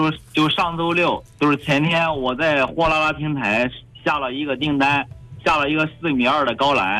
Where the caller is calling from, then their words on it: Jinan, Shandong, China; 我人是济南的，但是我的公司是在德州的七河县。